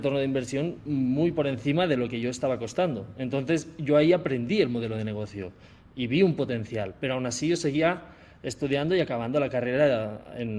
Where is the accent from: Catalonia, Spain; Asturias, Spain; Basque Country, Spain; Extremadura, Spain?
Catalonia, Spain; Olot; pero ¿quién va a ir a mi pueblo de Olot?